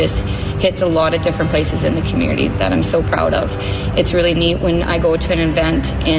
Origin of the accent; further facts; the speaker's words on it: Fillmore, Saskatchewan, Canada; now in Estevan, Canada; I'm originally from Fillmore, Saskatchewan, and as you know, a small town